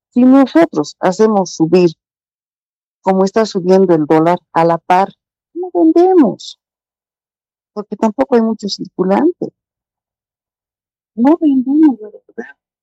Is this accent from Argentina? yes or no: no; Bolivia; todos estamos afectados, prácticamente todos los bolivianos.